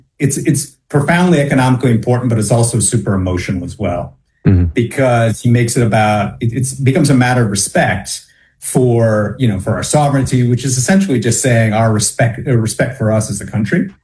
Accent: United States; now in Canada; Well, I should say I'm an American, but I'm an adopted Canadian.

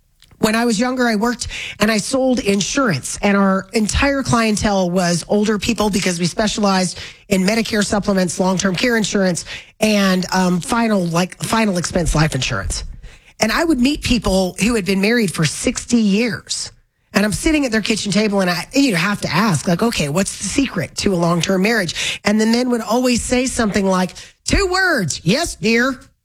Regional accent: Florida, United States; growing up in Florida

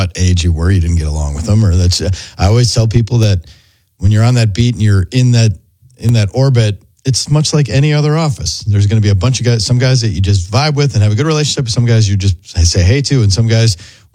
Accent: Wisconsin, United States; I'm a straight-up cheeser

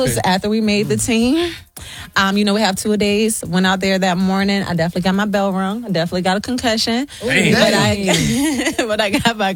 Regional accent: Virginia, United States; Yes, I'm from Virginia.

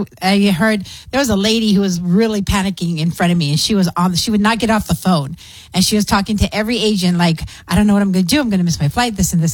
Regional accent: El Paso, Texas, United States; And I was born and raised here in El Paso

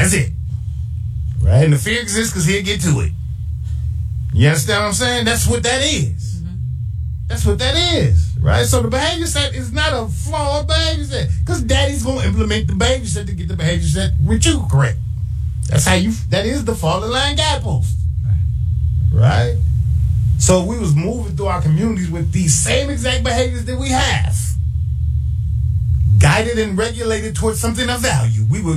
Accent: Chicago, Illinois, United States; I'm from Burnside. I grew up in that area. Well, I'm from the other side of King.

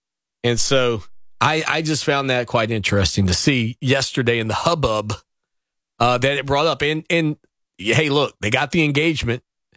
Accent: Barnwell, South Carolina, United States; moved away; I took her down to my hometown. And to get, if you've never been to Barnwell from here

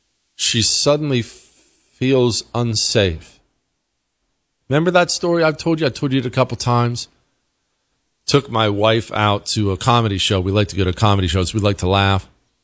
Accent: Montana, United States; I grew up in Montana where they have militias up

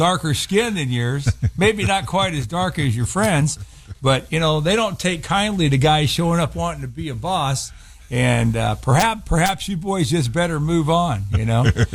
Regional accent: Sunny Slope, United States; I grew up in Sunny Slope, and up in Sunny Slope, you know, it was a different community, but it was a very mm-hmm. special community. We had a lot of Mennonites up there.

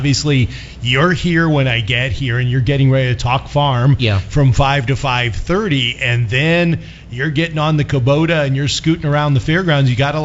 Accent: St. Louis, Missouri, United States; born there; now in Iowa, United States; I'm this city kid. I was born in St. Louis, Missouri, moved to Iowa in '91.

